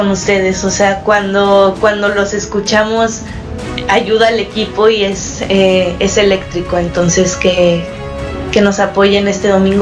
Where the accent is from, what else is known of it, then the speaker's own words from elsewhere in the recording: Mexico; Entonces, sí, como futbolista mexicana, pues me enorgullece que haya una compañera mexicana nominada para estos premios